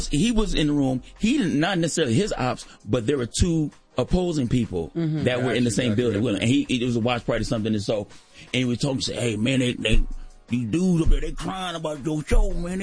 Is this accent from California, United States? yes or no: yes; Los Angeles, California, United States; LA. I'm from South Central LA.